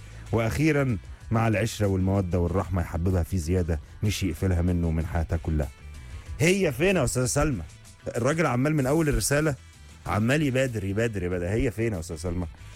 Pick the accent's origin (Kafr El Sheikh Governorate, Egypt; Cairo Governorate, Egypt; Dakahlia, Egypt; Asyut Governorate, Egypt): Asyut Governorate, Egypt; Asyut; من اسيوط، وعايز ابارك لاخويا … على الخطوبه